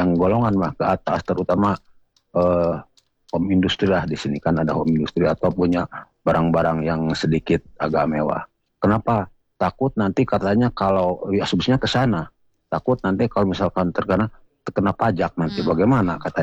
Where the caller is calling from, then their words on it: Bandung, West Java, Indonesia; Saya dari Bandung Timur, Bu.